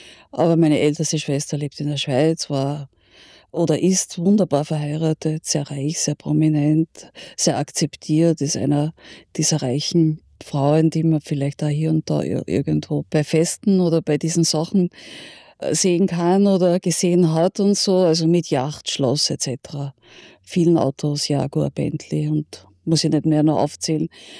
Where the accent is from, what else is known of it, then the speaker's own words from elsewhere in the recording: Linz, Upper Austria, Austria; moved away as an adult; now in Vienna, Austria; Also ich bin in Linz geboren, in Linz aufgewachsen, in Linz zur Schule gegangen